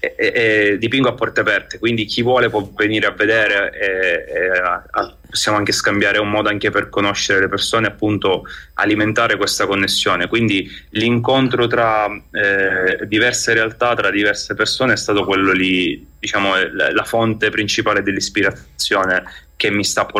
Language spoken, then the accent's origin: Italian; Catania, Sicily, Italy; io sono siciliano, dal profondo sud, vengo da Catania.